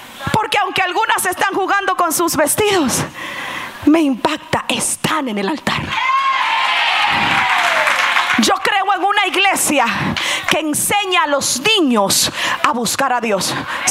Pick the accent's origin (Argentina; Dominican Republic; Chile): Dominican Republic; Yo soy dominicano, entiéndeme. Yo soy del Caribe, yo tengo sangre fuerte.